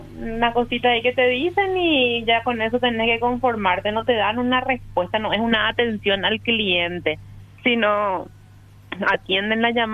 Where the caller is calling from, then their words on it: Ñemby, Central, Paraguay; yo vivo en Ñemby, cerca de la Coca-Cola